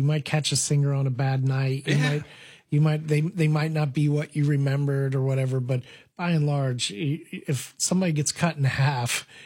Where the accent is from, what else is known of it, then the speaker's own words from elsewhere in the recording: Decatur, Illinois, United States; born there; I'm from Decatur, Illinois, and I'm a third grader